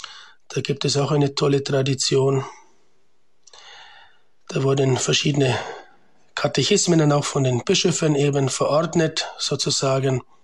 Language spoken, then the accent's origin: German; Bayreuth, Bavaria, Germany; moved away as an adult; now in Liechtenstein; komme aus Deutschland ursprünglich, bin in der Diaspora geboren, aufgewachsen in Bayreuth in Oberfranken, geboren 1977 am 3.6.